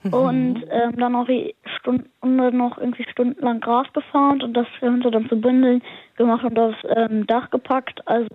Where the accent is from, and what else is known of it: Lower Saxony, Germany